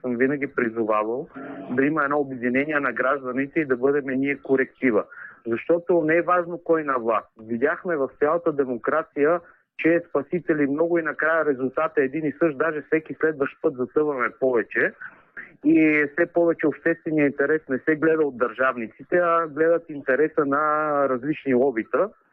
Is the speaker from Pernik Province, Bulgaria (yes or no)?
yes; Pernik, Pernik Province, Bulgaria; от Перник съм